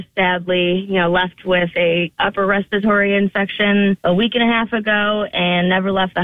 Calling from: Mount Pleasant, South Carolina, United States; Mount Pleasant.

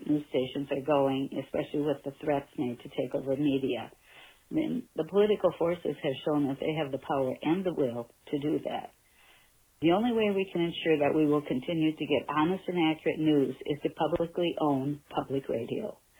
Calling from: Lauderdale-by-the-Sea, Florida, United States; I'm calling back from Lauderdale-by-the-Sea, Florida.

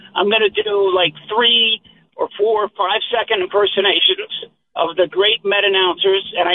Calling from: Manhattan, New York, United States; I'm driving, and now I'm in Manhattan. When I called, I was coming from Atlantic City. I'm still in my car.

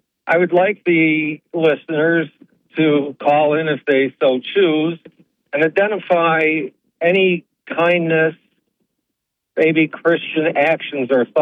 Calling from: Owego, New York, United States; I'm calling you from Owego, New York.

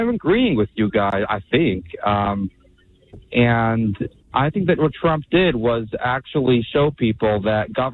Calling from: Bayonne, New Jersey, United States; Yeah, I'm from Hudson County in Bayonne.

